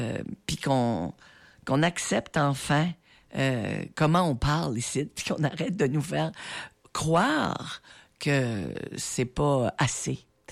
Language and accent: French; Tracadie, New Brunswick, Canada; je viens de Tracadie.